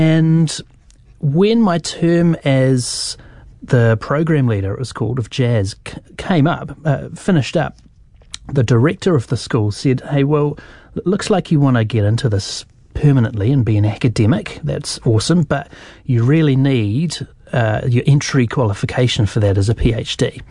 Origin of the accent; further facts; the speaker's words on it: Wellington, New Zealand; I grew up in Kelburn and Karori, and until the year 2001, I'd never even been to America other than on a holiday.